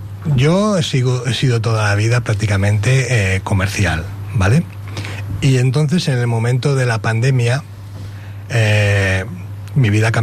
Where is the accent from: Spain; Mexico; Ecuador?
Spain; Catalonia